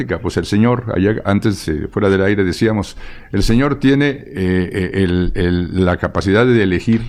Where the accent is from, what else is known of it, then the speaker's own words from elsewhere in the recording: Teziutlán, Puebla, Mexico; yo crecí en mi pueblo, como tú sabes, somos paisanos, somos del estado de Puebla. Yo nací en Teciutlán.